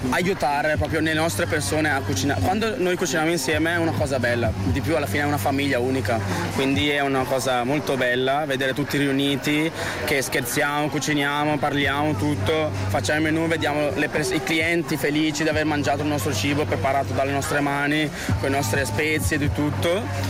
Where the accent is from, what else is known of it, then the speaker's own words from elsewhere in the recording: Coccaglio, Lombardy, Italy; ho 23 anni, sono di Coccaglio, qua a Brescia.